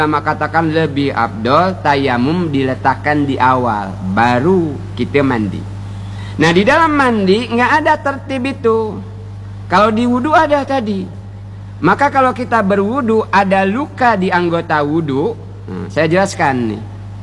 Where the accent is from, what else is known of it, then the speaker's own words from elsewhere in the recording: Bangka Belitung Islands, Indonesia; kata kita orang Bangka